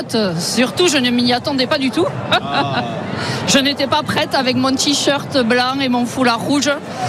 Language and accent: French; Dax, Nouvelle-Aquitaine, France; born there; je suis née à Dax